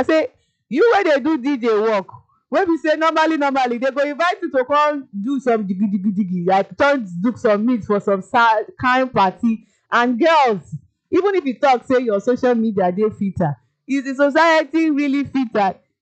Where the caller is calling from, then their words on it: Lagos, Nigeria; I'm listening from Ikoyi.